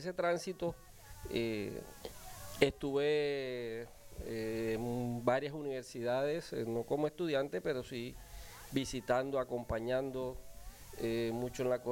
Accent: Cereté, Córdoba, Colombia; salí de mi tierra, de CRT, y conocí muchos otros municipios, otros departamentos. Y regresé

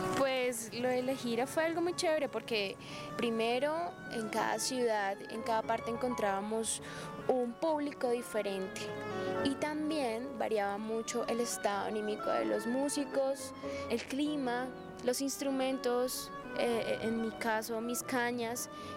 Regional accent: Ibagué, Tolima, Colombia; born there; yo nací en Ibagué, empecé mis estudios musicales allá, estudié en el Conservatorio del Tolima

